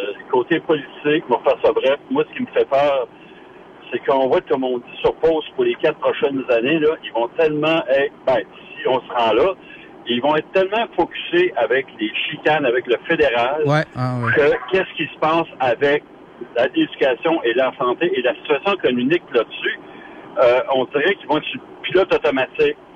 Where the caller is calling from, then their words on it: Quebec, Canada; je viens de la Rive-Sud